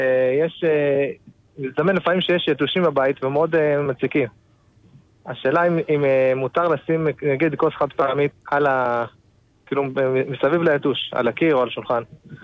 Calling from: Jerusalem, Jerusalem District, Israel; אני מירושלים, ברוך השם.

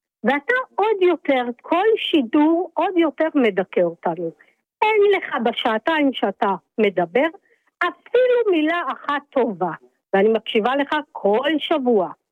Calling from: Rishon LeZion, Central District, Israel; מראשון לציון.

